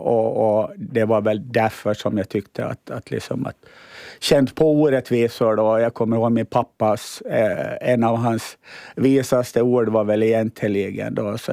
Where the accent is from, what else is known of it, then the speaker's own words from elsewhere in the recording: Åland Islands; moved away; also born or lived in Stockholm / Taiwan; det var första gången som jag riktigt märkte varför jag var ålänning.